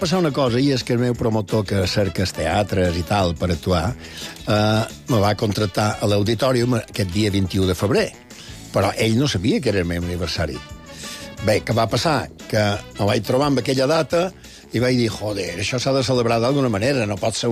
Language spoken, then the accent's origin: Catalan; Santa Maria del Camí, Balearic Islands, Spain; now in Mallorca and Barcelona, Spain; Primer de tot en ses monges, quan era petitó. I després a l'escola pública de Santa Maria.